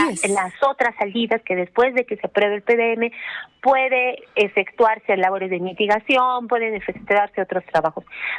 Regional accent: Socabaya, Arequipa, Peru; Muy buena arequipeña y como buena arequipeña nacida al pie del volcán, yo soy de Socabaya y soy una mujer, una mujer fuerte.

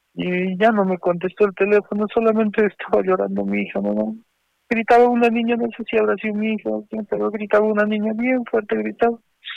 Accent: Cusco, Peru; Porque como nosotros somos de Cusco, me dice, ¿qué voy a hacer en Cusco solo?

